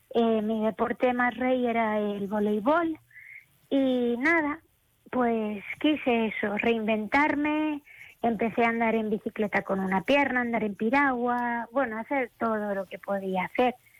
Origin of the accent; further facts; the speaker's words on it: Balearic Islands, Spain; Yo soy mallorquina, amo la isla, evidentemente, y tengo toda la familia ahí.